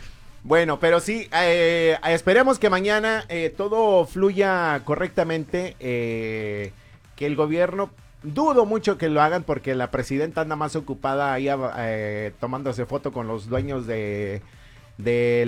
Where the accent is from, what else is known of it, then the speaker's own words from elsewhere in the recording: Mexico; Pero yo sí, a mí me da pena como mexicano, porque eso es lo que estamos mostrándole al mundo entero de cómo somos allá.